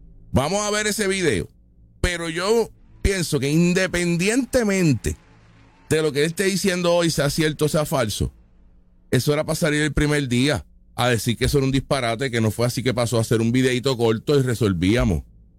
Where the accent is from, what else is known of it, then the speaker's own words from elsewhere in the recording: Puerto Rico; Nosotros como puertorriqueños